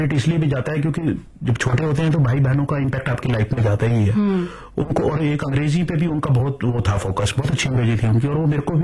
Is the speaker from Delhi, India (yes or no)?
yes; Delhi, India; also born or lived in Himachal Pradesh / Rohtak; मेरा जन्म तो दिल्ली में आनंद पर्वत जगह है, वहां पर हुआ और मैं लेकिन मूल रूप से हिमाचल से बिलोंग करता हूँ और पढ़ाई भी जो है वो दिल्ली में ही